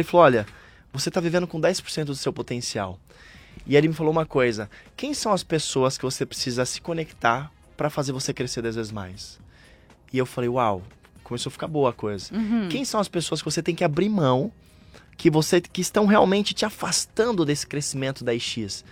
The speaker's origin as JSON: {"language": "Portuguese", "country": "Brazil", "said": "sou do Brasil"}